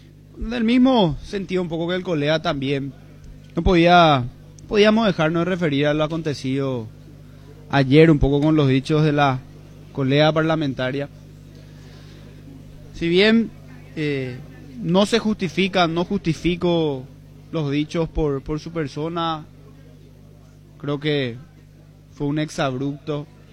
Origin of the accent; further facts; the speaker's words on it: Paraguay; nosotros como paraguayos